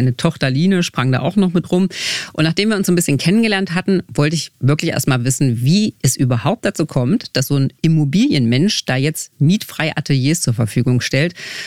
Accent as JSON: {"language": "German", "town": "Magdeburg", "region": "Saxony-Anhalt", "country": "Germany", "tie": "born or raised there", "said": "Für die Folge heute war ich in meiner Heimatstadt in Magdeburg"}